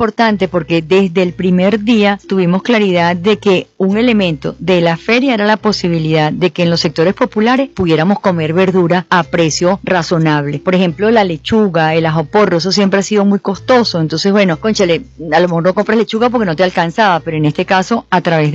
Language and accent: Spanish; Venezuela; como somos los venezolanos